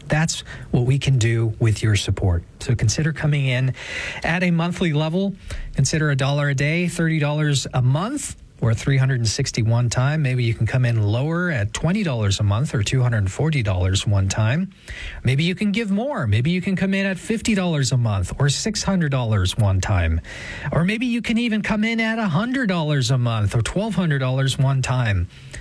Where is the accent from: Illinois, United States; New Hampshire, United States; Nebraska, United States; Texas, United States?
Texas, United States; Houston; I'm from Houston